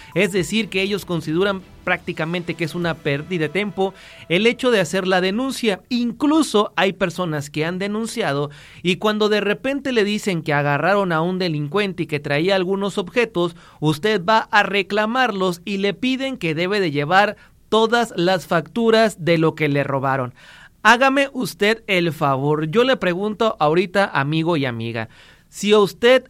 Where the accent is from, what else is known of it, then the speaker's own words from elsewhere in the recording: Mexico; Seguramente que no, porque así somos los mexicanos, no somos de guardar factura